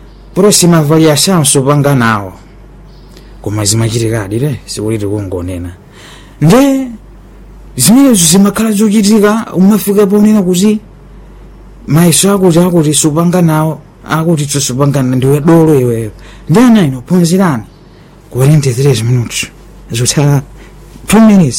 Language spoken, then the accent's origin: Portuguese; Angónia, Tete, Mozambique; Eu sou da Angônia. De Majora, né?